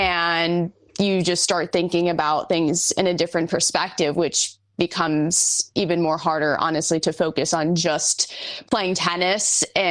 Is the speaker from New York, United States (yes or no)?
yes; New York, United States; I've played, fortunately, all four, but I'm from New York, so US Open is a special place to me, just in my backyard.